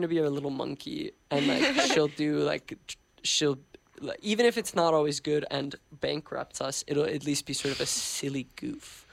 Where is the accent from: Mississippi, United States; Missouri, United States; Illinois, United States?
Illinois, United States; Chicago; Yeah, she, like, went to Columbia, which was very exotic to me as a Chicagoan.